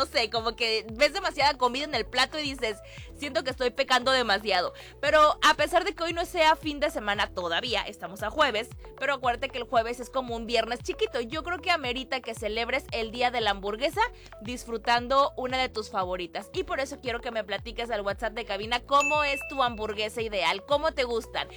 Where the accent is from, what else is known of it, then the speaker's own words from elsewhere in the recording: Mexico; nosotros aquí en México lo conocemos como muy americano